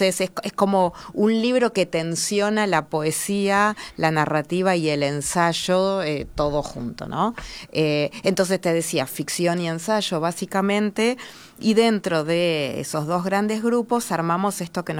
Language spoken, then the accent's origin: Spanish; Argentina